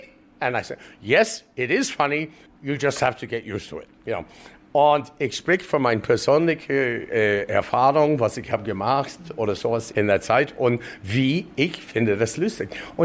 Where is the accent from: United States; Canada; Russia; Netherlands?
Canada; German is a second language; now in Munich, Germany; Wenn ich hier gekommen in 1990, der war kein Platz, als ein Kanadier auf der Bühne zu stehen